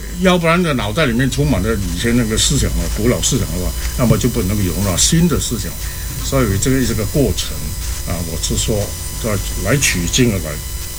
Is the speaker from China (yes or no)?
no; Malaysia; 我是讲讲我的背景，我是马来西亚长大的，马来西亚啊，我毕业的那个中学呢叫做尊孔中学